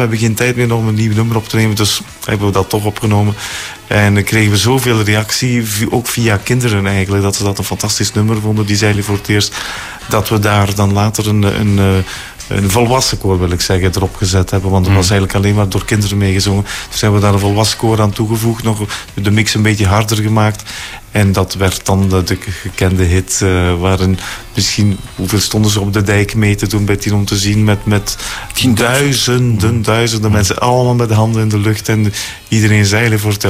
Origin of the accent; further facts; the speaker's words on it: Flanders, Belgium; we zijn Vlamingen en ik vind dat we er fier moeten